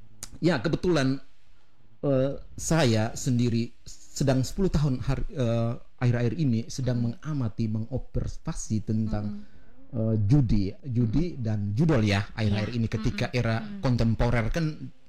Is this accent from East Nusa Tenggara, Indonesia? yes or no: yes; East Nusa Tenggara, Indonesia; Saya asli orang NTT ya.